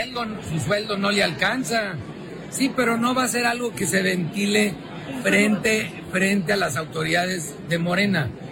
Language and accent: Spanish; Mexico; Yo tengo el derecho, como cualquier mexicano y mexicana